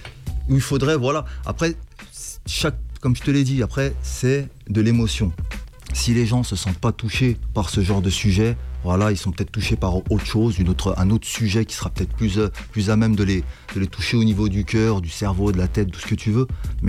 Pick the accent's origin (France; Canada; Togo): France; Chambéry, Auvergne-Rhône-Alpes; Moi, je viens de Chambéry-le-Haut. J'ai vécu à la ZUP. Je suis né là-bas.